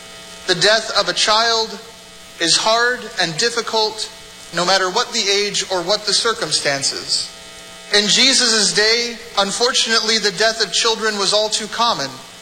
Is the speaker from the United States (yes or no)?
yes; United States